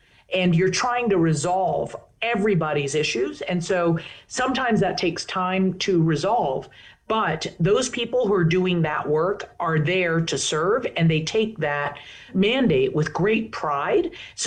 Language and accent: English; Washington, District of Columbia, United States; my community, my hometown.